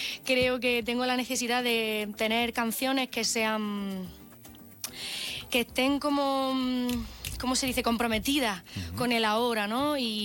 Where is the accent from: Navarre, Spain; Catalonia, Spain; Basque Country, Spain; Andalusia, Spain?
Andalusia, Spain; Caniles; Cantarle a mi pueblo y encima le he escrito una canción a mi pueblo es como la mejor bendición que puede tener una persona.